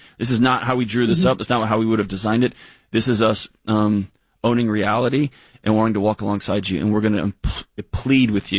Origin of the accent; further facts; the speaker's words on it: Texas, United States; I know in my home state of Texas where I grew up and where I worked